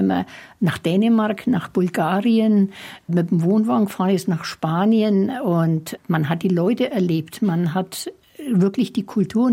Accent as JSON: {"language": "German", "town": "Schwabach", "region": "Bavaria", "country": "Germany", "tie": "born or raised there", "also_born_or_lived": "Kelheim"}